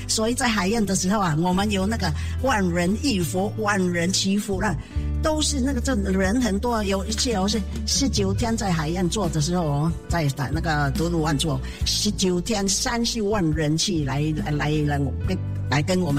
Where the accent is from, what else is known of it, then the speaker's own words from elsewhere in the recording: Philippines; 我是菲律宾的华侨，我现在哦，我们那边有这个灾难哦